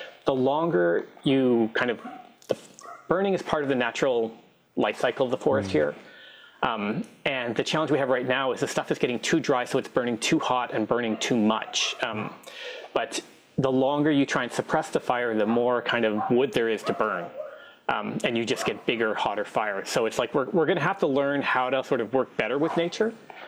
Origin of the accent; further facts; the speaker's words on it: Canada; Growing up in Canada